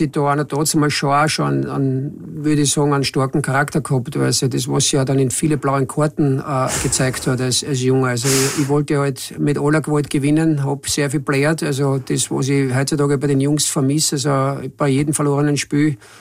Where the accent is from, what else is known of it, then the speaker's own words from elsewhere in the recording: Burgenland, Austria; Ich bin ein waschechter Burgenländer.